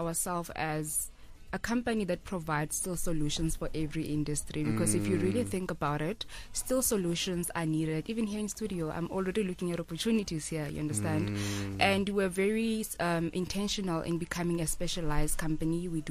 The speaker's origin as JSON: {"language": "English", "town": "Kuruman", "region": "Northern Cape", "country": "South Africa", "said": "And I come all the way from Kuruman in Northern Cape."}